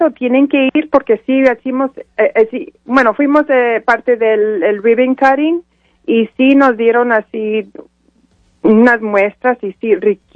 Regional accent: Mexico; Bueno, es importante, bueno, para mí, como soy mexicana.

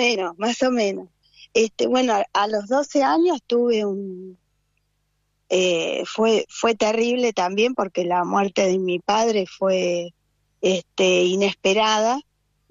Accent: La Plata, Buenos Aires Province, Argentina; nací en la ciudad de La Plata, estudié acá, hice todo en secundario

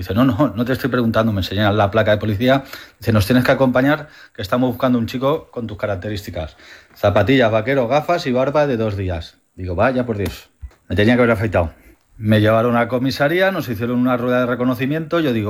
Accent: Valencia, Valencian Community, Spain

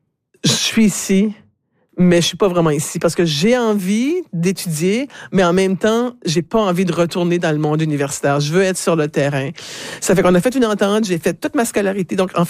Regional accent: Moncton, New Brunswick, Canada; Ça fait que je suis revenue chez moi à Moncton. Je vivais à Dieppe à ce moment-là. Donc, je suis revenue à Dieppe en juillet 2001, en fait.

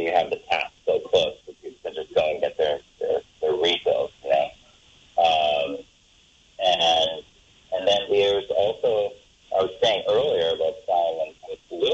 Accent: New Hampshire, United States; also born or lived in Massachusetts, United States; I grew up in New Hampshire and Massachusetts

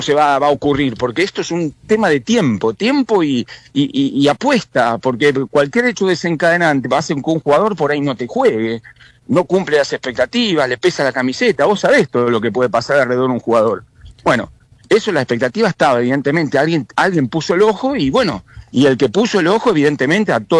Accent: Argentina; Yo debo ser el único argentino que haya tenido la posibilidad de poder hacerlo de entrada.

